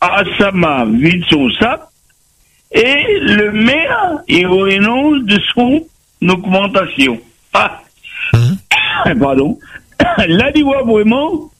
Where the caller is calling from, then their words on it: Saint-Benoît, Réunion; de Saint-Benoît.